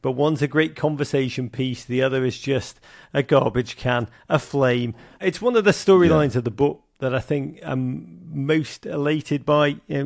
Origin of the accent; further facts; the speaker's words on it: England, United Kingdom; when I was in Portland, Maine, as an English councillor on camp in 1990, England got into the semi-final.